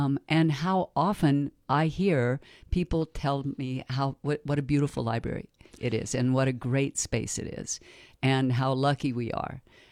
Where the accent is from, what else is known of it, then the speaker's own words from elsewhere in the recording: Durango, Colorado, United States; I'm from Durango, so I think mostly about Durango.